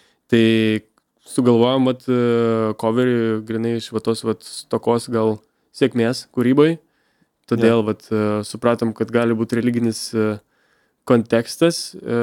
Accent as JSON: {"language": "Lithuanian", "town": "Visaginas", "region": "Utena County", "country": "Lithuania", "said": "Taip, aš iš Visagino ir aš esu dvikalbis, aš neturiu pagrindinės kalbos. Aš moku šnekėti rusiškai."}